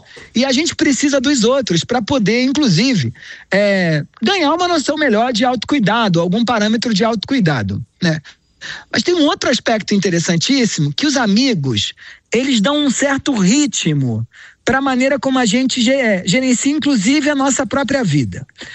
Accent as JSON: {"language": "Portuguese", "region": "Rio de Janeiro", "country": "Brazil", "said": "Eu venho de uma cidade, né? Eu sou carioca."}